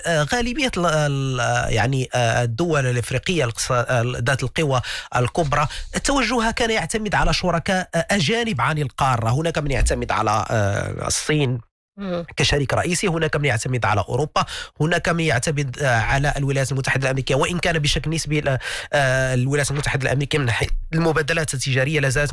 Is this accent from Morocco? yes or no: yes; Morocco; لأننا نحن مغاربة